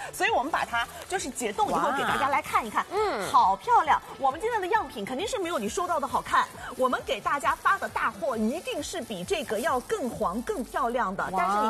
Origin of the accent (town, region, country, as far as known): Shanghai, China